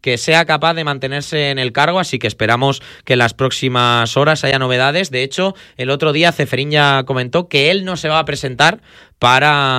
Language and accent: Spanish; Ciudad Real, Castilla-La Mancha, Spain; Yo me crié en Ciudad Real.